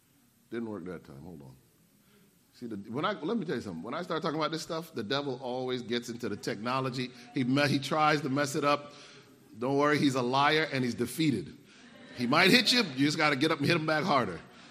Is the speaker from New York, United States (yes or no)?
no; Connecticut, United States; moved away; I grew up in Connecticut, and I went back up there to practice